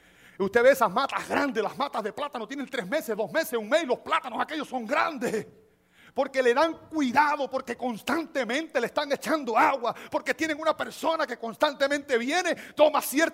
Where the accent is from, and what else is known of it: Cuba; moved away